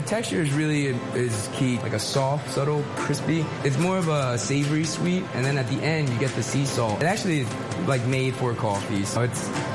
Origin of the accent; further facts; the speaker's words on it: Woodland, New Jersey, United States; When I was younger, I'm from Woodland in South Jersey. It's kind of a rough neighborhood, and my mom wouldn't really let me go out at night.